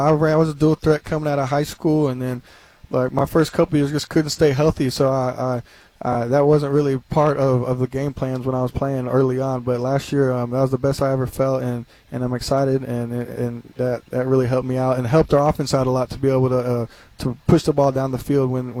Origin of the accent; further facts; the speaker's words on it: Houston, Texas, United States; come back and play in my hometown